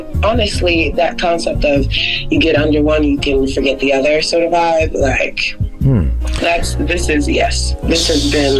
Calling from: New York, United States; I'm from Brooklyn.

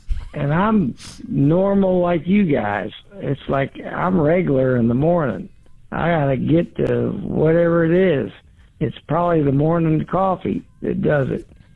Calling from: South Carolina, United States; I'm from South Carolina

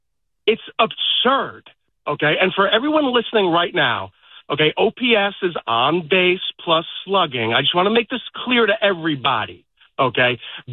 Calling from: White Plains, New York, United States; from White Plains.

